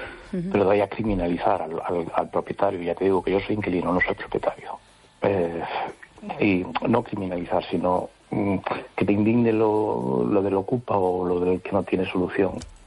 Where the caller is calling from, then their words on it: A Coruña, Galicia, Spain; Hola, buenas noches … de Coruña.